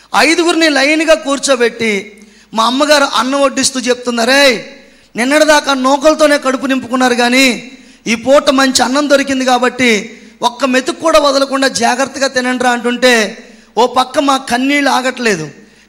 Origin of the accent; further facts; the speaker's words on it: Andhra Pradesh, India; born there; మా ఊరికి 7 కిలోమీటర్ల దూరంలో దగ్గులూరు అనే ఊరుంది. అది భీమవరం నుండి పాలకొల్లు వెళ్తుంటే మధ్యలో తగులుతుంది.